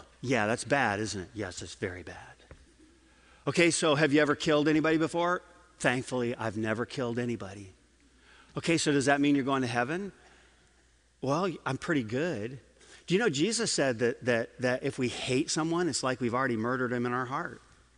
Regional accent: Michigan, United States; I grew up at a time, and I grew up in Michigan, where you didn't tell people that you loved them

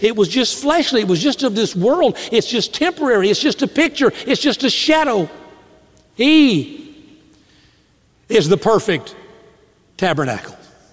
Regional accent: Southern United States, United States; I'm a Southerner. All Southerners are required to have some kind of Confederate money somewhere in the house. So we can show it to our Northern brethren when they come to visit.

